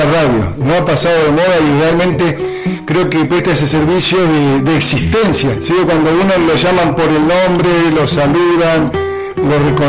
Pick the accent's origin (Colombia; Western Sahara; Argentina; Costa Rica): Argentina; Catriel, Río Negro; moved away as an adult; now in Allen, Argentina; soy de Catriel, nacido y criado en Catriel, acá al norte de la provincia. Ahora estoy en Allen hace 2 años y medio